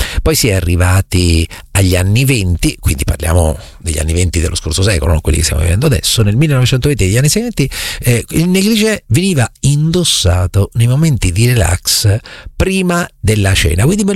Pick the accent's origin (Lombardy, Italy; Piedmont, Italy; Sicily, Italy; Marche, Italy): Marche, Italy; Recanati; quando ero piccolo a Recanati, al mio paese